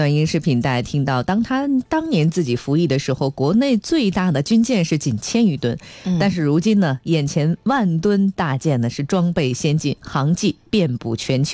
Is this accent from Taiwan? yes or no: no; China; 作为中国人感到无比的骄傲，祖国强大了，我们的脊梁骨都硬了。